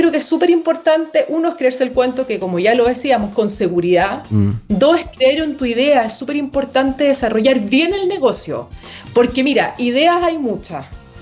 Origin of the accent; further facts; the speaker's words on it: La Calera, Valparaíso, Chile; yo, por ejemplo, soy de La Calera.